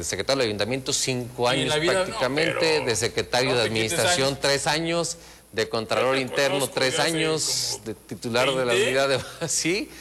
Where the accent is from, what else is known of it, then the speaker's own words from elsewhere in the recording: Los Reyes, Michoacán, Mexico; born there; now in Morelia, Mexico; Mis papás, uruapense, mi mamá reyense. Yo nací en Los Reyes, pero ya decidí ser moreliano desde que llegué aquí en el año 2000.